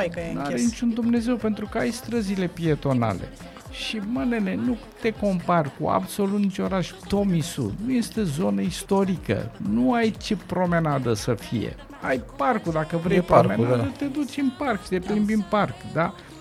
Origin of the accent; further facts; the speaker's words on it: Romania; born there; acolo m-am născut, pe așa lângă Hanul Balcan.